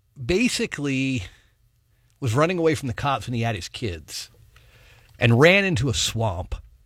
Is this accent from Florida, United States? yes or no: yes; Lakeland, Florida, United States; my hometown, Lakeland, Florida.